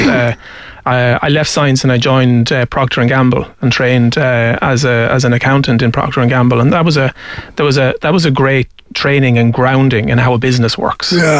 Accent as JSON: {"language": "English", "region": "Westmeath", "country": "Ireland", "tie": "born or raised there", "said": "I grew up in Westmead, Bobby, on a small mixed farm."}